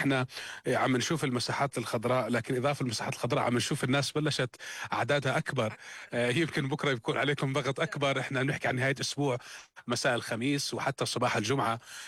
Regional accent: Jordan; كلنا كأردنيين.

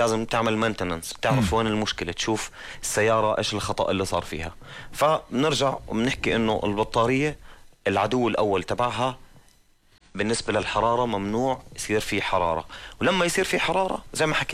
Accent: Jordan

